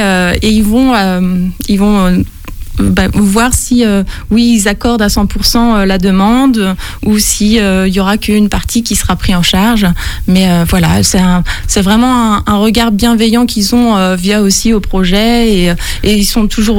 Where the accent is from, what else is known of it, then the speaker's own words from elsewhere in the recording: Chalon-sur-Saône, Bourgogne-Franche-Comté, France; Eh bien, je viens de Chalon. Donc, je n'ai pas vraiment bougé. Je suis restée dans le secteur.